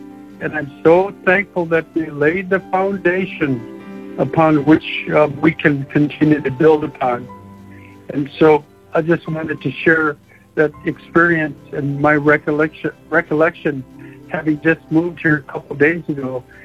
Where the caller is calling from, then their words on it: White Mountain, Alaska, United States; I'm dialing in from White Mountain, Alaska.